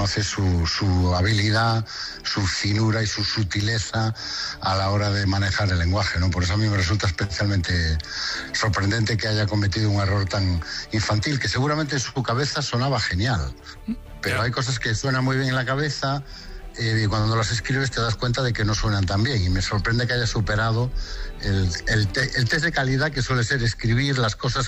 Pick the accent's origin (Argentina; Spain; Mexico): Spain; Galicia; Sí, yo soy de la Mariña de Lugo, que es lo más gallego que se puede ser.